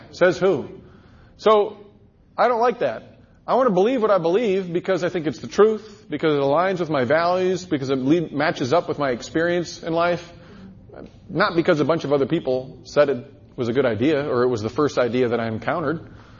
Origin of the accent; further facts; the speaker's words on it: Decorah, Iowa, United States; Born and raised in Decorah, northeast Iowa. All right, Decorah native.